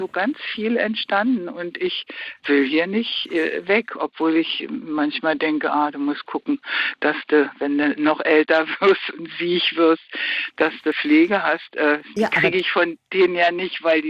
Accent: West Germany, Germany; now in Kleinmachnow, Germany; Ich bin vor 2,5 Jahren als Wessi nach Kleinmachnow gezogen, in so eine Siedlung, 30er-Jahre-Siedlung.

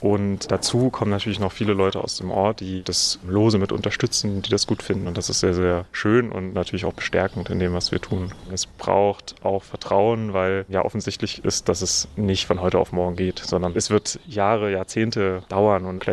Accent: Thuringia, Germany; ich komme aus dem Nachbarort. Also ich habe hier eine Verbindung zu. Ich kannte das auch schon immer, dieses Gelände hier.

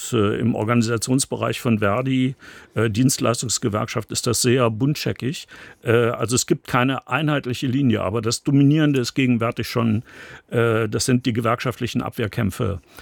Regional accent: West Germany, Germany; moved away as an adult; now in Jena, Germany; bin ich als Wessi in Jena berufen worden

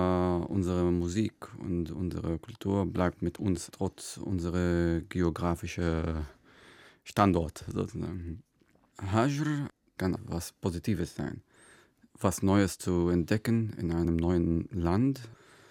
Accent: Palestine; German is a second language; now in Germany; Ich komme aus Palästina ursprünglich

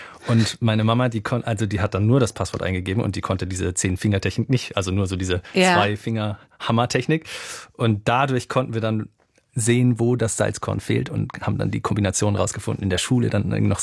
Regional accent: Alsfeld, Hesse, Germany; also born or lived in Berlin; Also ich bin in Berlin geboren, aber dann in der Kleinstadt Alsfeld groß geworden

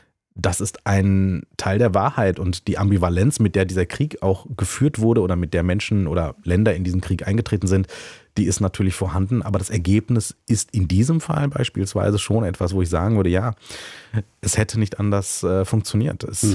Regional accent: Germany; Also wir als Deutsche.

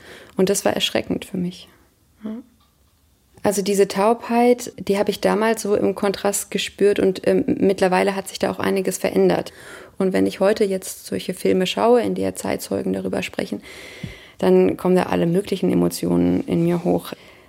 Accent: Germany; bin ich als Deutsche in so einer deutschen Position sozusagen mit israelischen Menschen in Kontakt gekommen

